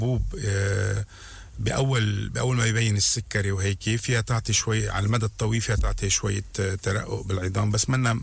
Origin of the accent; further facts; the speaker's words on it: Lebanon; عندنا بلبنان